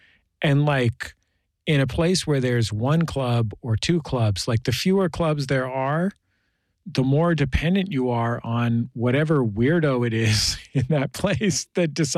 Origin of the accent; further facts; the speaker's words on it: San Francisco, California, United States; I grew up in San Francisco, and even like in San Francisco where there were a few clubs